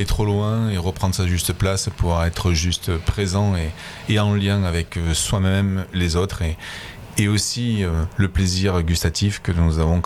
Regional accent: Toulouse, Occitanie, France; born or raised there

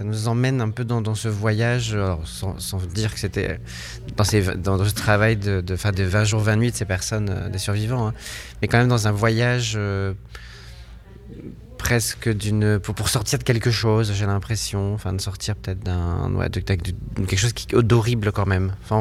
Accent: Hauts-de-France, France; même si je viens du Nord

